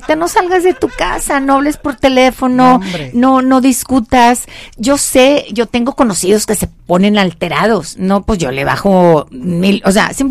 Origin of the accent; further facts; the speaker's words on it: Mexico; mi país. Pero como te decía, ir como mexicano allá